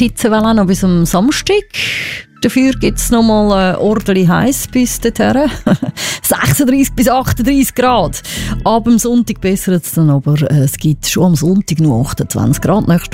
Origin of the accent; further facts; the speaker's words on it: Switzerland; Und übrigens spinnen nicht nur die Leute bei uns in der Schweiz.